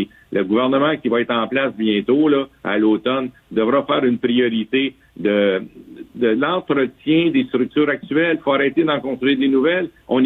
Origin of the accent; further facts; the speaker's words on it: Montreal, Quebec, Canada; Je suis un Montréalais dans l'âme. Je connaissais Montréal.